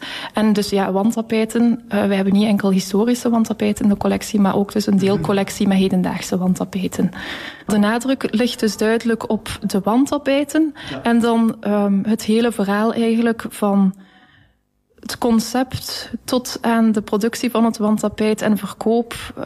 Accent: Flanders, Belgium; En bovendien ben ik zelf afkomstig van de Vlaamse Ardennen. Woon ik nu ook al enige jaren hier in Oudenaarde.

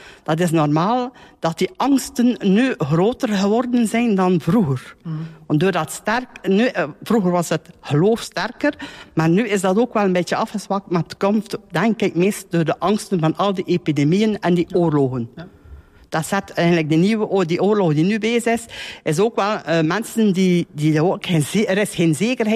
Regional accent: Moorslede, Flanders, Belgium; Ik ben hier geboren in Moorsleden en die vroeger het rusthuis is in Moorsleden. En dat was niet zoveel vroeger in de jaren. Ik ben in 59 geboren

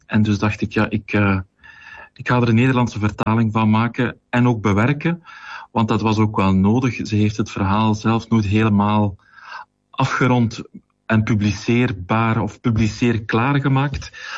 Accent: Kortrijk, Flanders, Belgium; Heel kort … Ik ben afkomstig uit Kortrijk, gehuwd.

